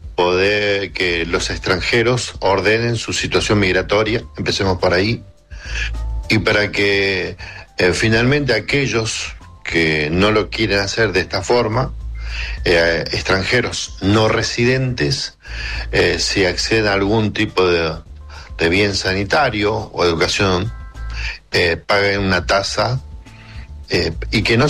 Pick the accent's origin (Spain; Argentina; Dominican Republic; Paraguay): Paraguay; born there; yo soy de nacional, yo nací en Paraguay, yo de mi padre argentino, que fallecido, yo nací en Paraguay